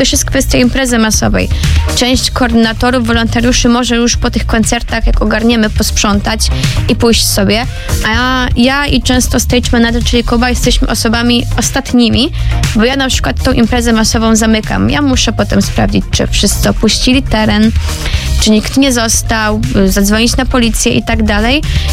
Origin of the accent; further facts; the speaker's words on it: Kuyavian-Pomeranian Voivodeship, Poland; moved away as an adult; now in Toruń, Poland; ja w ogóle nie pochodzę z Torunia. Jestem spod Torunia, z Borów Tucholskich i bardzo lubiłam rowerem jeździć. U nas jest pełno lasów